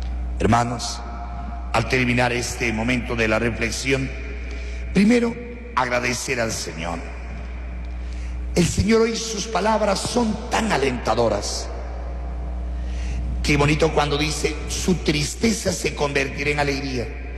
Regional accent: Peru; para que nos veamos como peruanos, como hermanos, como cristianos.

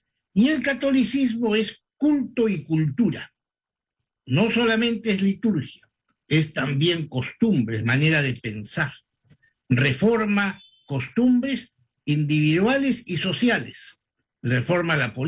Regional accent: Peru

